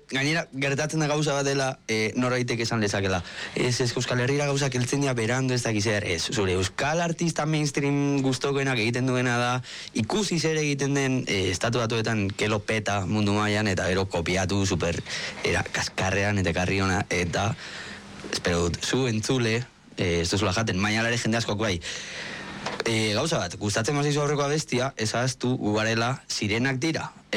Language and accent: Basque; Vitoria-Gasteiz, Basque Country, Spain; honi gasteiztarra naiz